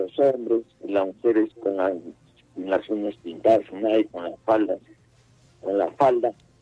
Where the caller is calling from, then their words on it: Arequipa, Peru; Aquí en Arequipa han comenzado con fecha.